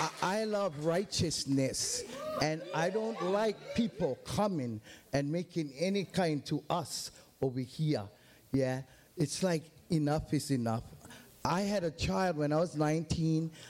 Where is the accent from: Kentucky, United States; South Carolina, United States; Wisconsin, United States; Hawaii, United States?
Hawaii, United States; also born or lived in Pahoa, Hawaii; I was actually born in Pahoa Town, and then I was raised in Opihikau, come down the middle road. And I went to Pahoa School, kindergarten to 12th grade.